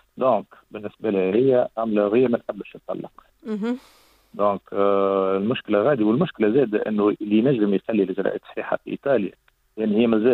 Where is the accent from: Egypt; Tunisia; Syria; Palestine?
Tunisia; اللي عندنا في تونس